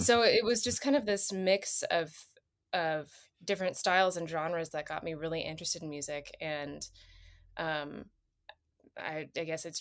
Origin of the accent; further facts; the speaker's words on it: Los Angeles, California, United States; Yes, born and raised in the San Gabriel Valley of Los Angeles. So I've lived here most of my life.